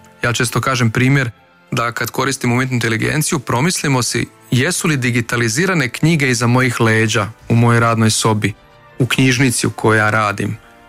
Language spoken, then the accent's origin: Croatian; Virovitica, Virovitica-Podravina County, Croatia; moved away; prvi put kad idem ponovno u moj rodni kraj